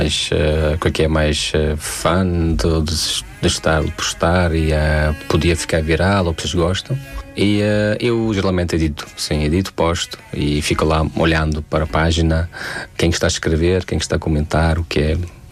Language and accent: Portuguese; Tajikistan; e já várias vezes expliquei que sou do Tajiquistão